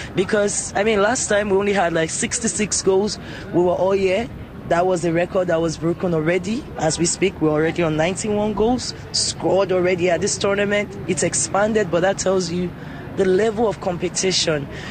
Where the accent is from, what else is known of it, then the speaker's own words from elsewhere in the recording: Nigeria; Because there's so many things that's really exciting, even as a Nigerian.